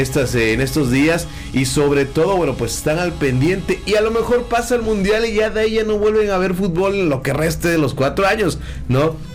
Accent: Mexico; Desafortunadamente, Paco Memo no tiene la culpa, pero así somos los mexicanos.

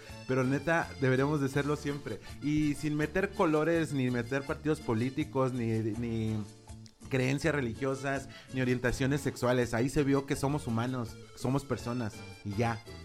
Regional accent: Mexico; a pesar de que somos mexicanos

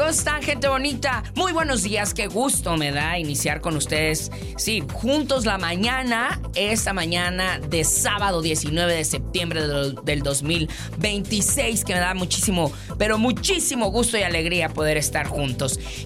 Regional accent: Mexico; somos compas los mexicanos.

